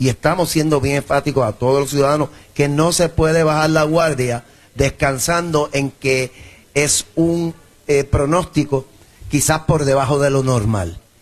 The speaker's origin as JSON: {"language": "Spanish", "town": "Bayamón", "country": "Puerto Rico", "said": "Yo soy de Bayamón, estoy aquí en mi casa."}